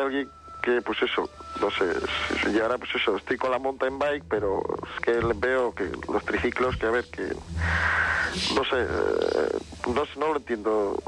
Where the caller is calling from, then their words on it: Peñíscola, Valencian Community, Spain; De Peñíscola, de Castellón.